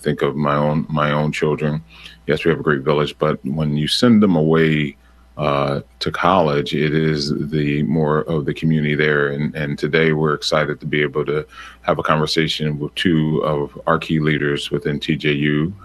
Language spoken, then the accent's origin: English; Philadelphia, Pennsylvania, United States; I grew up in West Oak Lane, as many of you know, from the city of Philadelphia. I describe my background as part of the working poor growing up